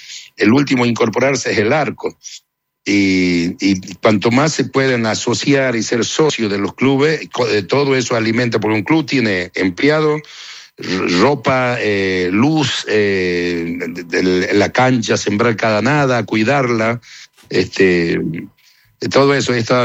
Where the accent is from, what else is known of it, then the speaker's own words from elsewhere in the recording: Chaco, Argentina; born there; acabo de venir porque vengo del Chaco. Vos sabés que yo armé una cancha de fútbol allá donde yo nací, donde era el cerco de mi mamá.